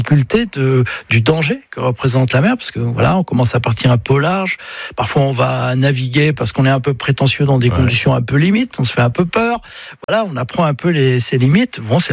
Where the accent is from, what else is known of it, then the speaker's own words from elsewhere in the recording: Brittany, France; je suis breton et puis je le ressens profondément.